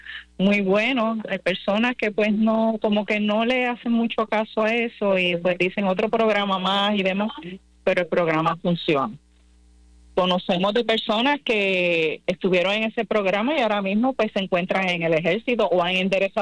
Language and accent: Spanish; Ponce, Puerto Rico; now in San Germán, Puerto Rico; No soy de aquí, soy de Ponce, pero mi esposo es de aquí de San Germán.